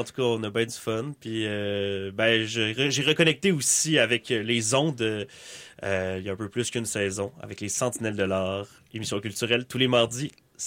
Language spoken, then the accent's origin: French; Quebec, Canada; même en tant que Québécois-Québécoise